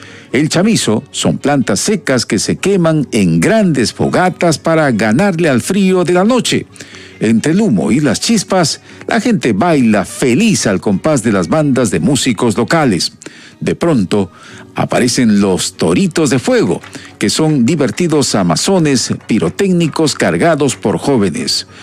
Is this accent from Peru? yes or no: yes; Peru; lo que somos los peruanos